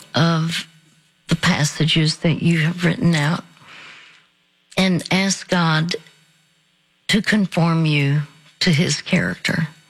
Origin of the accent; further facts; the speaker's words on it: Dallas, Texas, United States; and they would come to Dallas. I'm from Dallas.